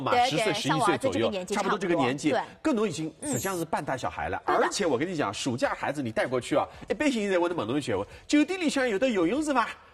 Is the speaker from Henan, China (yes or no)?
no; Shanghai, China; 其实我们上海人对绍兴是非常熟悉的。